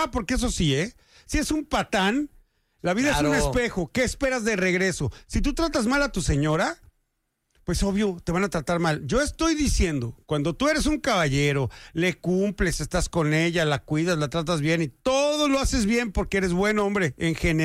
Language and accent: Spanish; Mexico; Oye, nosotros somos mexicanos. Somos mexicanos y no guatemaltecos, somos diferentes.